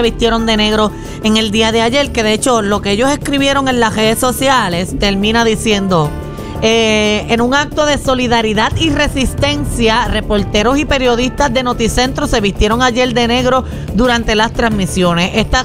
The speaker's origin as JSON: {"language": "Spanish", "country": "Puerto Rico", "said": "Como somos los puertorriqueños"}